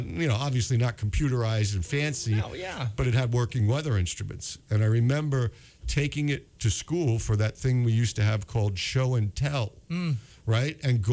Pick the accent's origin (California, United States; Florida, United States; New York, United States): New York, United States; also born or lived in New Jersey; And I grew up in New York and New Jersey. We didn't have that much snow out there.